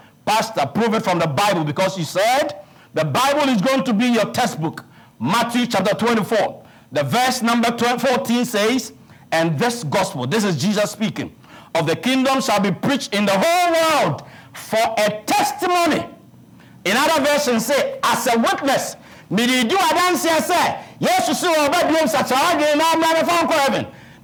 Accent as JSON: {"language": "English", "country": "Kenya", "said": "I'm from Kenya."}